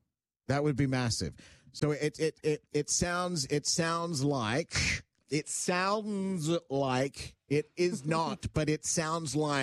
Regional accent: Canada; we care about the game because we're Canadian

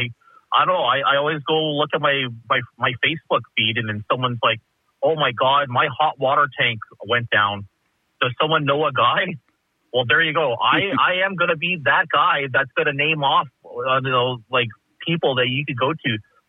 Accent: Winnipeg, Manitoba, Canada; Well, hell, it just comes from just growing up in Winnipeg. I'm born and raised in in Winnipeg. I'm an 80s kid. I'm a 90s teenager.

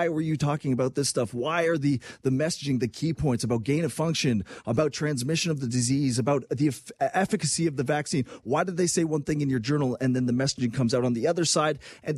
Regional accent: Canada; as a Canadian

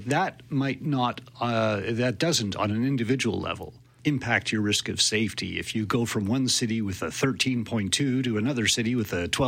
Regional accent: Quebec, Canada; Oh, I was raised in Quebec in the 1970s, very political atmosphere.

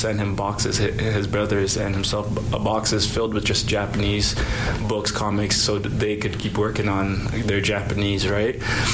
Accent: Ghana; Yeah. We actually played everything but football. Like, we ran, we were in track, we played soccer.

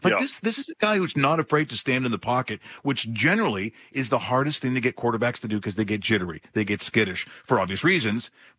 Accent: Ireland; I'm Irish, so swearing's an art form.

